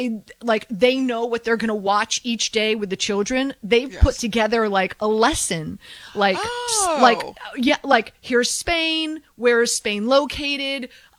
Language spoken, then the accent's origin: English; Miami, Florida, United States; Well, I'm born and raised in Miami.